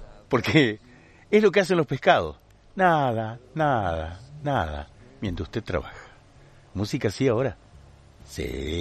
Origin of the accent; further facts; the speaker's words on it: Colón, Entre Ríos, Argentina; born there; Yo que nací en Colón, soy porteño.